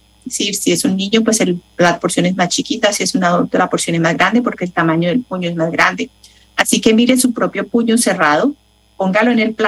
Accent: Colombia; Yo soy de Colombia y también el almuerzo es más fuerte

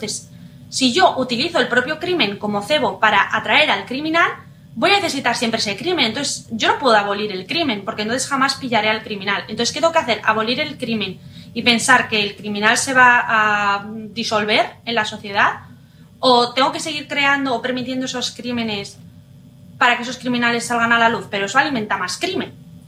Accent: Spain; ¿y yo lo podría hacer como española o esto es solamente para ciudadanos americanos?

